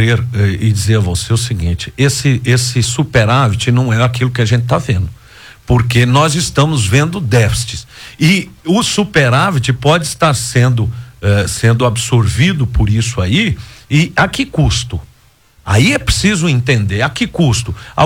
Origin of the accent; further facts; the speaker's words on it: Formosa, Goiás, Brazil; Eu sou do entorno, eu sou lá de Formosa